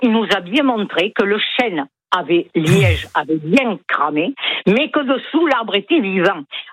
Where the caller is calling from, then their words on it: Le Taillan-Médoc, Nouvelle-Aquitaine, France; Du Taillant-Médoc.